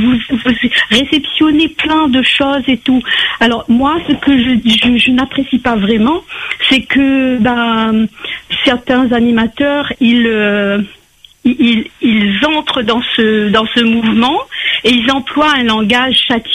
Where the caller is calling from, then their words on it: Réunion; je suis réunionnaise, je suis créole, je suis fière d'être créole, je suis fière de ma langue créole. Je l'utilise tous les jours